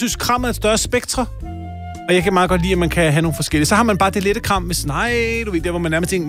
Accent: Zealand, Denmark; jeg synes, det bliver meget tydeligt, at du kommer fra Jylland, og jeg kommer fra Sjælland.

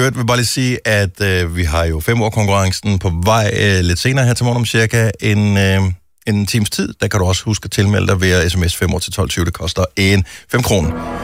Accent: Frederiksberg, Capital Region of Denmark, Denmark; det er min hjemby … fra Frederiksberg.

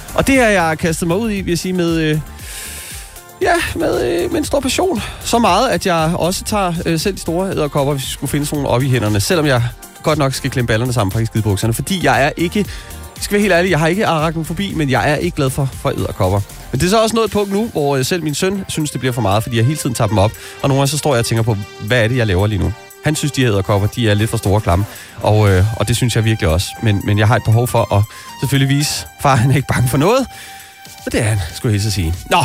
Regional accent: Region of Southern Denmark, Denmark; now in Copenhagen, Denmark; Jeg er egentlig vokset op sådan ret meget i naturen, vil jeg da selv sige, ude, hvor kravene vender næsten så langt ud, at kravene slet ikke findes derude. Ude i, eller nede i Sønderjylland. 14 år kunne det blive til. Ja, vi flyttede dertil fra København, da jeg var cirka 5 år

